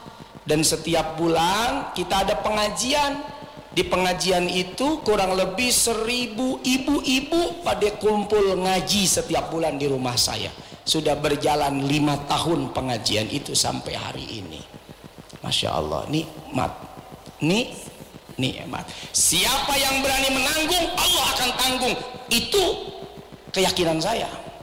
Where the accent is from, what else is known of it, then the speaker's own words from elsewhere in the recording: Medan, North Sumatra, Indonesia; saya kan orang Mandailing Natal, orang Medan, jadi